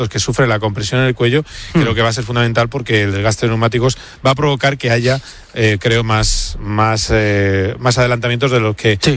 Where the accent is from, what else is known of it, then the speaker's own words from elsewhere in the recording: Madrid, Community of Madrid, Spain; yo como madrileño, pues mira, encantado.